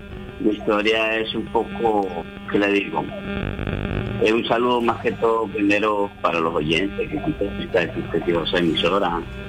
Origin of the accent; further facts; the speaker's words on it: Santa Marta, Magdalena, Colombia; Yo soy de Santa Marta, pero en una parcela, en una finquita, a unos 20 minutos del casco urbano, ¿no?